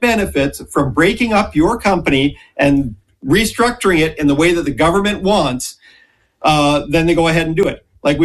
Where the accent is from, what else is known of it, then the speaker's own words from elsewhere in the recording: Canada; now in New Zealand; I'm Canadian still